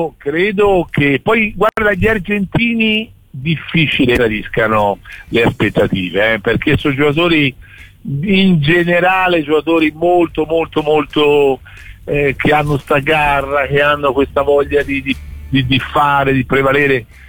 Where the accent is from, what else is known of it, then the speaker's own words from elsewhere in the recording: Florence, Tuscany, Italy; da fiorentino che ha lavorato 5 anni a Pisa